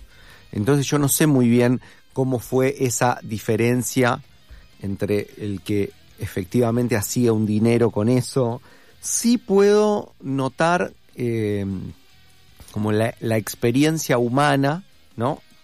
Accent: Argentina

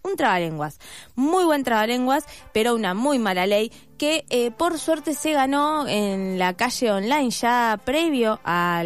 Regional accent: Chile; Ay, no, es verdad que soy chilena, la puta madre.

